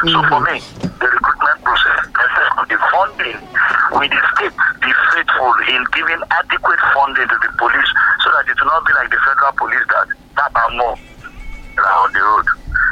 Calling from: Nigeria; for us as a Nigerian.

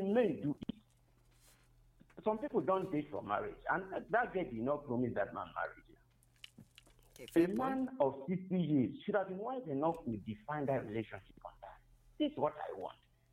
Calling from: Ebonyi, Nigeria; I'm calling from Ebonyi.

